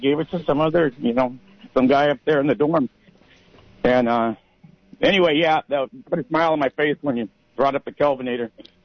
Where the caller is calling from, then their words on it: Live Oak, United States; from Live Oak.